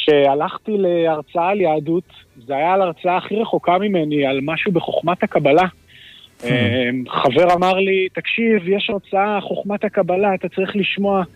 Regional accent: Herzliya, Tel Aviv District, Israel; בן 26, וגדלתי בהרצליה, בבית חילוני לחלוטין, בחינוך חילוני, בית ספר חילוני.

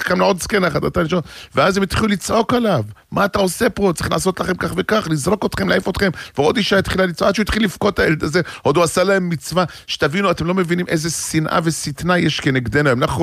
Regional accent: Jerusalem, Jerusalem District, Israel; אנחנו ירושלמים

